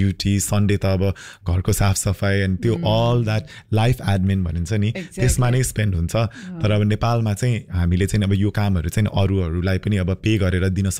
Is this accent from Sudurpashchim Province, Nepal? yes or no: no; Taplejung, Koshi Province, Nepal; पूर्वको ताप्लेजुङ चाहिँ अब मेरो गाउँै भयो होइन